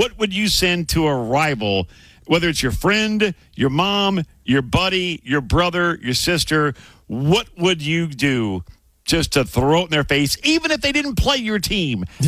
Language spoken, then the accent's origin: English; Louisiana, United States; I'm from Louisiana, I'm a boot boy